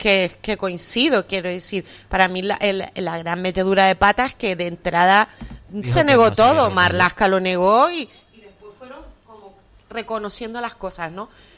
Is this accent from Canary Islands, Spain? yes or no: yes; Canary Islands, Spain; Yo soy aldeano, gran canario y canario. Coño, viva Canarias.